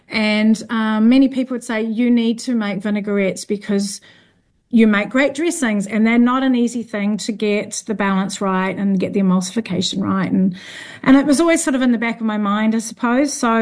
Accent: Bay of Islands, Northland, New Zealand; moved away as an adult; also born or lived in London; growing up in the Bay of Islands, we grew everything. We fished every day.

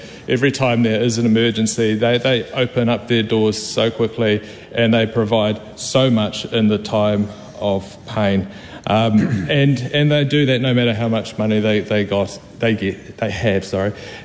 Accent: Christchurch, Canterbury, New Zealand; I'm from Christchurch and you know, I've worked for the Earthquake Commission at the coalface, and I was a Christchurch City Councillor. So as a resident of Christchurch

